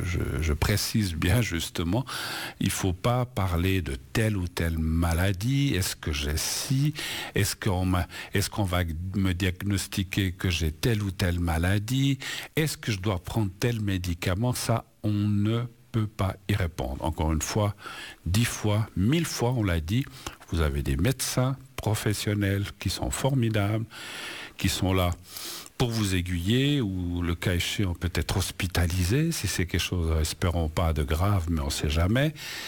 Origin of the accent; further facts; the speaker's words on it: Spain; French is a second language; Alors, jusqu'à présent, de l'Espagne, de mon pays d'origine